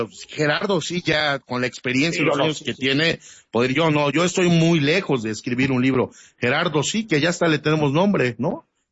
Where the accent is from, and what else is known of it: Mexico